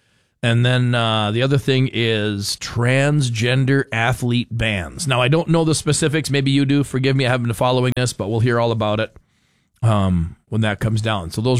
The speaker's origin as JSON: {"language": "English", "town": "Fargo", "region": "North Dakota", "country": "United States", "tie": "born or raised there", "said": "growing up in Fargo"}